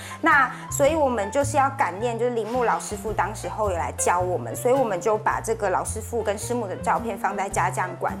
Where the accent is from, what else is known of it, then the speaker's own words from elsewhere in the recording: Kaohsiung, Taiwan; also born or lived in Taipei; 然后我那时候在台北，就是写完论文毕业回来到高雄的时候，发现我家乡的吉盛堂就面临这个导管的危机，就失传的这个风险这样。